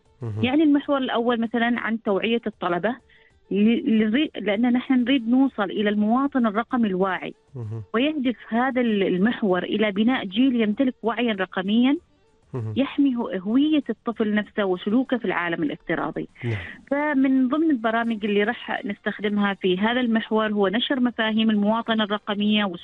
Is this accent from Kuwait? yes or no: no; Oman; عندنا في سلطنة عمان